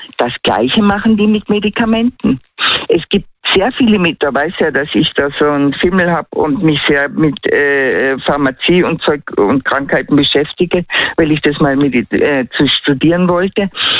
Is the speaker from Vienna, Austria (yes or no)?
no; Tyrol, Austria; accent: Tyrolean